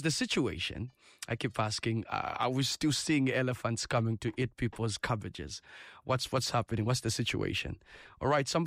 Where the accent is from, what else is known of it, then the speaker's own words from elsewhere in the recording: Livingstone, Southern Province, Zambia; Livingston, my hometown